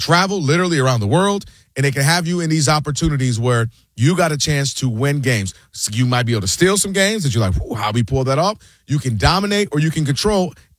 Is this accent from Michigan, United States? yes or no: yes; Ann Arbor, Michigan, United States; I'm from Ann Arbor. I watched every snap.